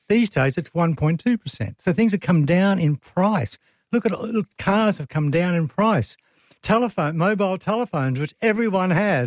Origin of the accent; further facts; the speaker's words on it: Ipswich, Queensland, Australia; Now, I was brought up in Ipswich